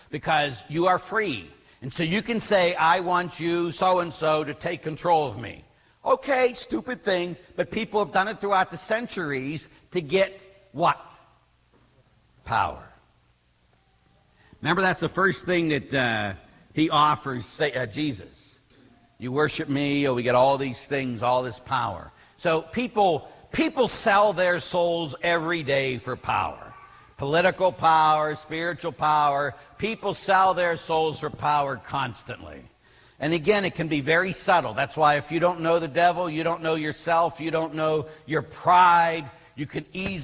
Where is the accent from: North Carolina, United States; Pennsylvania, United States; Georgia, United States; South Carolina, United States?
Pennsylvania, United States; Pittsburgh; When we were kids, I'll never forget, we came to Waldemere. And at Waldemere, because we're from Pittsburgh, we came up there.